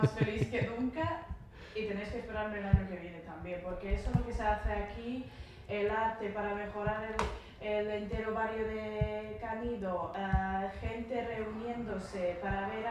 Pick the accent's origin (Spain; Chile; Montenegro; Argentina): Montenegro; Spanish is a second language; moved away; Vengo de Montenegro